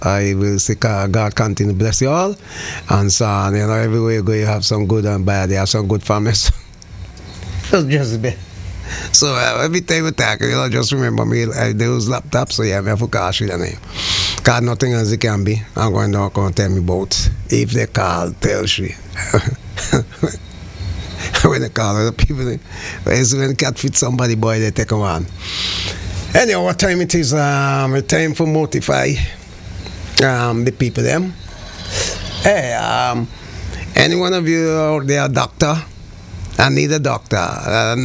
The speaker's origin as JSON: {"language": "English", "country": "St. Vincent & Grenadines", "tie": "born or raised there", "moved": "yes", "said": "my hometown, St. Vincent, the Grenadines"}